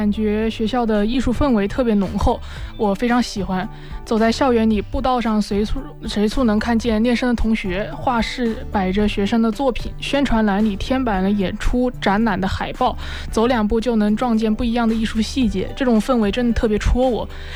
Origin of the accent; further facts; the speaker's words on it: Wuhan, Hubei, China; moved away as an adult; now in Nanning, China; 我是在武汉的一个偏城区长大的，当地的教育资源跟中心城区比差距还是比较大的。